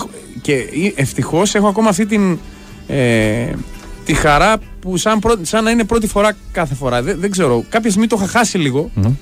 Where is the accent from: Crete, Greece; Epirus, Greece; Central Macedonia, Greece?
Central Macedonia, Greece; Thessaloniki; also born or lived in Paris, France; Έλληνας Θεσσαλονικιός βέβαια. Ήρθα 5 χρονών με τους γονείς μου από Γαλλία-Ελλάδα και από τότε δεν έφυγα από τη Θεσσαλονίκη καθόλου.